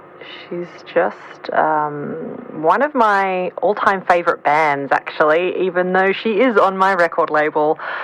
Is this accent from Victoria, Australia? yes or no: yes; Melbourne, Victoria, Australia; So that is my hometown hero … from Melbourne, Australia.